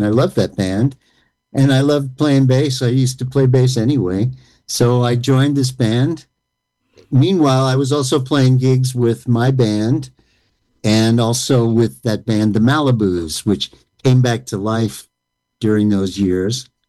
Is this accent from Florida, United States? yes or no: no; Queens, New York, United States; also born or lived in Los Angeles, United States; Then I inherited the house I grew up in Queens, moved my family out of L.A. back to New York, started kicking around in New York.